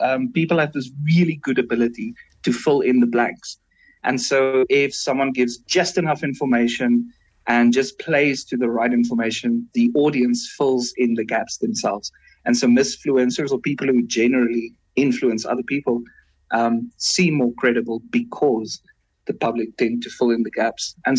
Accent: South Africa; As a South African

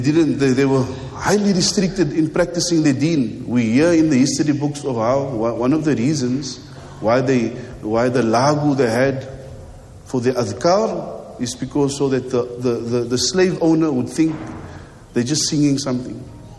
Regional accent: Egypt; moved away as an adult; I recall the story in my first year when I came from Egypt.

